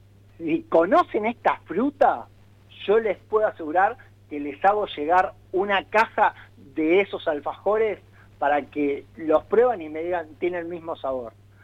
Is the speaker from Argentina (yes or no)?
yes; Buenos Aires, Argentina; yo justo no solo soy bonaerense, sino que vivo en zona sur.